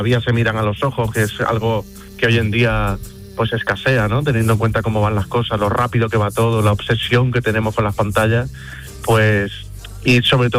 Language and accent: Spanish; Seville, Andalusia, Spain; now in Fuengirola, Spain; que tengo mucha ganas de volver a mi tierra, de volver a Sevilla, que Sevilla para mí es, bueno, no es solo una ciudad